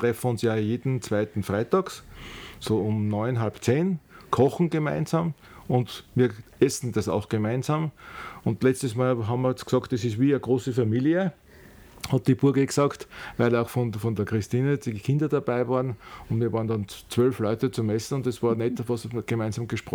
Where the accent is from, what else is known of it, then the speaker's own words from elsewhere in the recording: Wals-Siezenheim, Salzburg, Austria; ich stamme ja nicht aus der Stadt, sondern aus Wals.